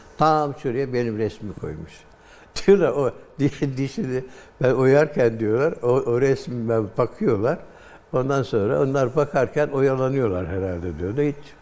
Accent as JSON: {"language": "Turkish", "region": "Denizli", "country": "Turkey", "said": "Ben Denizliyim dedim."}